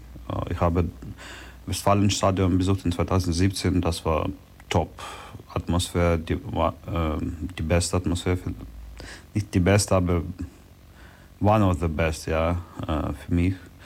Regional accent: Kharkiv, Kharkiv Oblast, Ukraine; born there; German is a second language; moved away; Ich bin in Kharkiv geboren und das ist mein Heimclub.

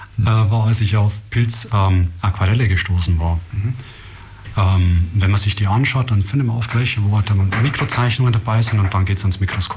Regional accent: Bavaria, Germany; now in Oberpfaffenhofen, Germany; Ich stamme ursprünglich aus Ostbayern, da ist gefühlt jeder in die Pilze gegangen

